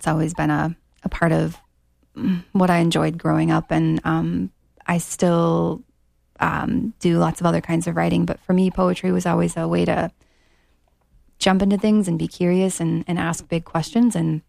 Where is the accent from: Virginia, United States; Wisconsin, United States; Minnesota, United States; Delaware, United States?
Minnesota, United States; Grand Rapids; also born or lived in Two Harbors / Montana; now in Stillwater, United States; So it's been a big circle coming back to Minnesota. But yeah, born and raised in Grand Rapids, and loved growing up here. And it's really, really fun to be back